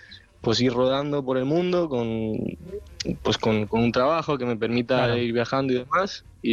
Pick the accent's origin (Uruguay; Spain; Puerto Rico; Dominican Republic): Spain; Terrassa, Catalonia; Yo soy de Tarrasa